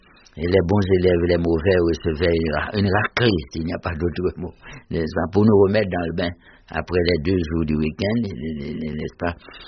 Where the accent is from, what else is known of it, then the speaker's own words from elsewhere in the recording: Haiti; moved away; après mon récent voyage en Haïti, j'étais resté près de 45 ans sans y retourner. Dans ma ville natale, ça faisait 60 ans